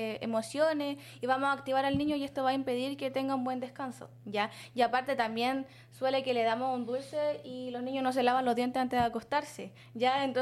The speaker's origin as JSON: {"language": "Spanish", "country": "Chile", "said": "nosotros tenemos como chilenos"}